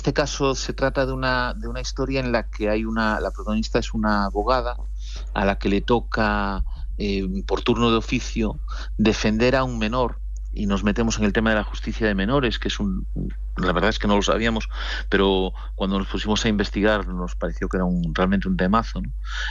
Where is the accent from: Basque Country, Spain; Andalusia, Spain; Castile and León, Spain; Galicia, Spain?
Galicia, Spain; Rábade; un señor que nació en mi pueblo